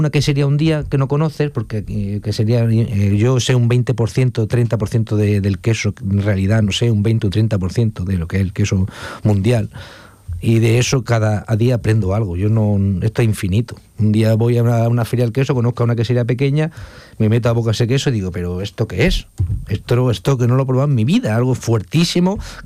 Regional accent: Granada, Andalusia, Spain; cosas que estamos en Granada, yo soy de Granada

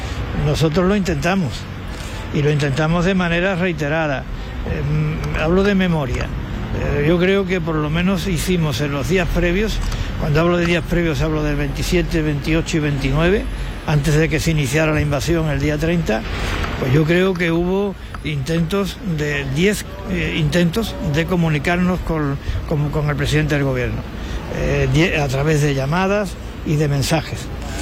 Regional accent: Ceuta, Spain; lo digo como ceutí y lo digo como español.

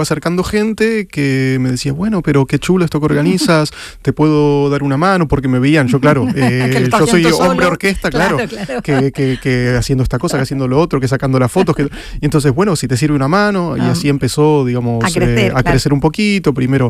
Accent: Buenos Aires, Argentina; moved away as an adult; now in Seville, Spain; como en mi caso, que soy de Argentina, de Buenos Aires.

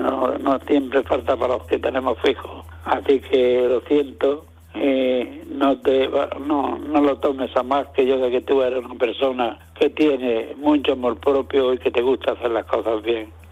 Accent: Almuñécar, Andalusia, Spain; Ah, Manolo … de Almuñécar.

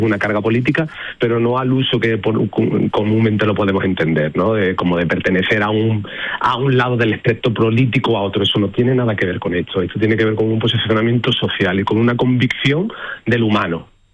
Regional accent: Seville, Andalusia, Spain; Bueno, pues siempre llegamos con ilusión, por supuestísimo, de bailar mi tierra y de bailarla a mi gente y a mi pueblo

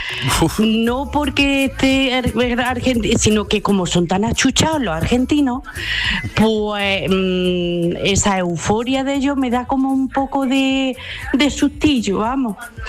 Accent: Bailén, Andalusia, Spain

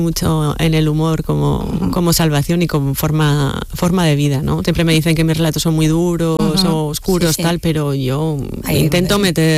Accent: Errenteria, Basque Country, Spain; Yo soy de Rentería

